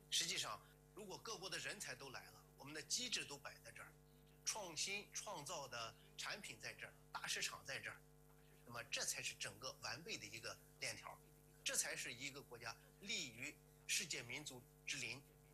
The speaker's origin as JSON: {"language": "Chinese", "country": "China", "said": "我们中国人"}